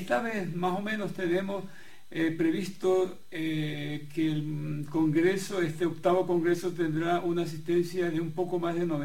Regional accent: Manta, Manabí, Ecuador; nos estamos preparando en la ciudad de Manta, de donde soy oriundo.

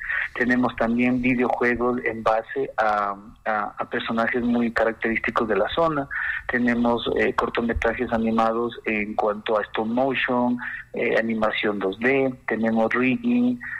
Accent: Ecuador; nosotros como ecuatorianos

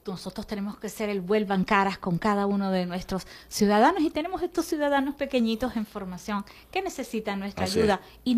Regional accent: Venezuela

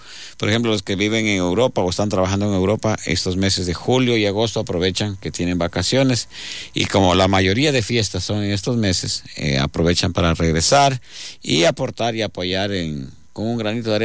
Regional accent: Vicentino, Loja, Ecuador; me acuerdo yo en mi tierra, en Vicentino

